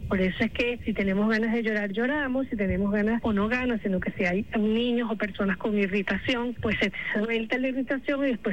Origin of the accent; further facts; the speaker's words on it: Venezuela; lo que nos define como venezolanas y venezolanos